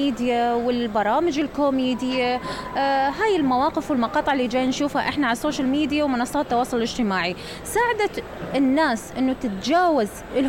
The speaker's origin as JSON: {"language": "Arabic", "country": "Iraq", "said": "زين، وإحنا كعراقيين بطبيعتنا يعني."}